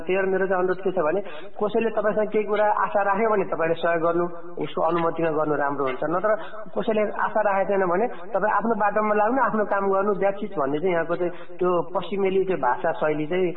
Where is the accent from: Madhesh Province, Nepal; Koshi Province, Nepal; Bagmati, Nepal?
Bagmati, Nepal; Dhading; now in Australia; पनि अस्ट्रेलियाको चाहिँ जनसमिति सभापति उम्मेद्वार हुँदै गर्दाखेरि म धादिङबाट हुँ